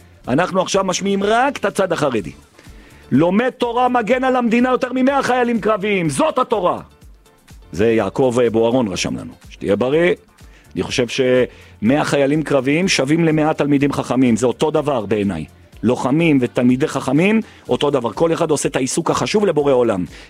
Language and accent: Hebrew; Jerusalem, Jerusalem District, Israel; הוריי דתיים, משפחתי, המשפחה שלי, אני גדלתי עם חרדים, במאה שערים, אני גדלתי ברחוב הנביאים, שזה בסמוך למאה שערים, וגדלתי עם האשכנזים והמזרחים במאה שערים.